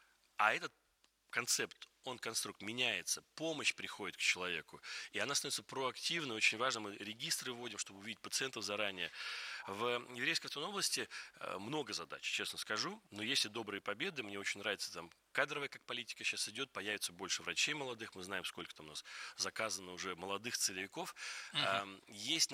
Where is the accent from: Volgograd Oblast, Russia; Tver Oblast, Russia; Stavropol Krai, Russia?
Stavropol Krai, Russia; Pyatigorsk; born there; also born or lived in Kalmykia; Я родился в Пятигорске и первые 3 года прожил в деревне у бабушки с дедушкой.